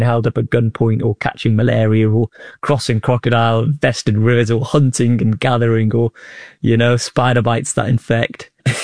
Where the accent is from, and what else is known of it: Old Colwyn, Wales, United Kingdom; born or raised there